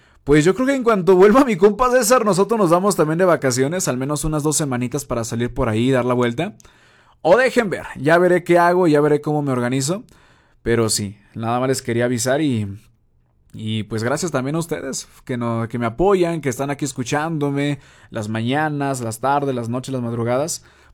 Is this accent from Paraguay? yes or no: no; Fresnillo, Zacatecas, Mexico; mi ciudad, de mi tierra, que es Fresnillo.